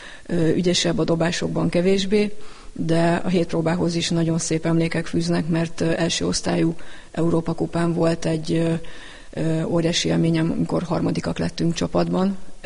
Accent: Csorna, Győr-Moson-Sopron, Hungary; Igen, Csornán nőttem föl.

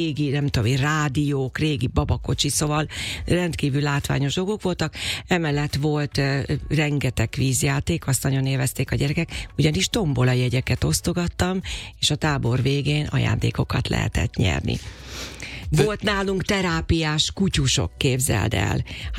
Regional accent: Makó, Csongrád-Csanád, Hungary; az követte egy nagy koncertem szülővárosomban, Makón, ahol az első zongoratanítónőm emlékére rendeztem egy nagyszabású koncertet.

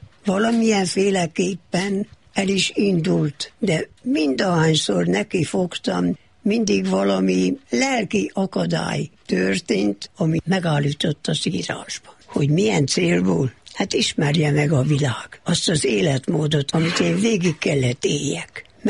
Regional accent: Okland, Harghita, Romania; now in Miercurea Ciuc, Romania; Oklandon éltem le az életemet, amíg otthon voltam. Ott jártam iskolába, már 5 éves koromban mentem az iskolába

